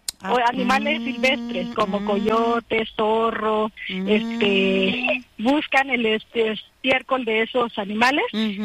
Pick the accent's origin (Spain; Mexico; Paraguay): Mexico; Mixteca; Somos de la Mixteca y vivimos en este espacio